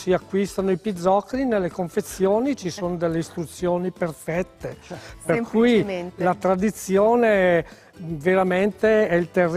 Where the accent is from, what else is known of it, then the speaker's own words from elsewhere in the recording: Brescia, Lombardy, Italy; Sono nato a Brescia, tanto tempo fa, mi sembra quasi il secolo scorso.